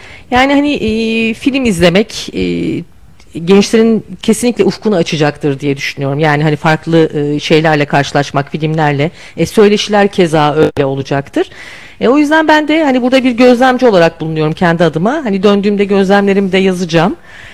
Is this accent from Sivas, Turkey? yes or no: yes; Şarkışla, Sivas, Turkey; Aslında ben de Sivaslıyım. Şarkışla ilçesinde liseyi okumuştum. Sonra üniversite için İstanbul'a gittim.